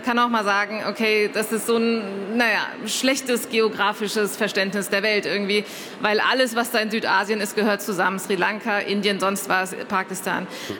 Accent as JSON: {"language": "German", "town": "Frankfurt", "region": "Hesse", "country": "Germany", "said": "ich bin eigentlich aus Frankfurt"}